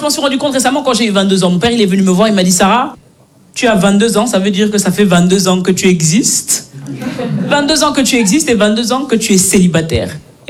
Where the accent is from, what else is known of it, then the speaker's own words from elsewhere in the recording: Belgium; J'ai grandi en Belgique, mes parents sont nés, ils ont grandi au Cameroun. J'ai pas besoin d'aller en Afrique pour vivre des chocs culturels.